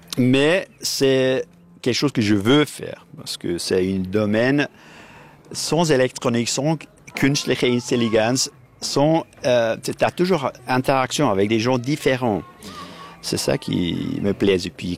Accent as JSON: {"language": "French", "region": "Kurdistan", "country": "Turkey", "tie": "born or raised there", "second_language": "French", "moved": "yes", "lives_now": "Switzerland", "said": "Je suis né, puis vécu en Kurdistan, en Turquie, puis venu ici avec mes saisons. Je ne parlais aucun langue ici."}